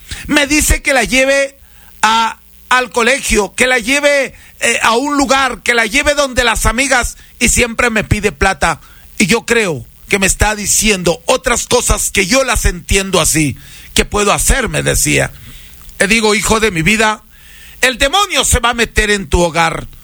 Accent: Huancabamba, Piura, Peru; now in Salcedo, Ecuador; Yo soy peruano, huancabambino, hijo de padres curanderos.

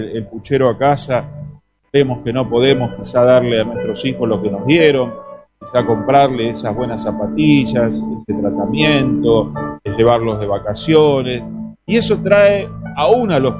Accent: Argentina; somos racistas los argentinos

